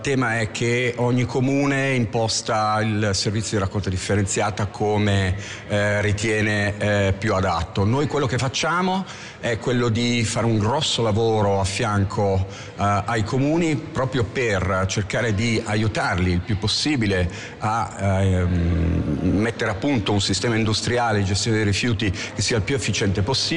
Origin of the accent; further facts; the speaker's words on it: Milan, Lombardy, Italy; io vengo da Milano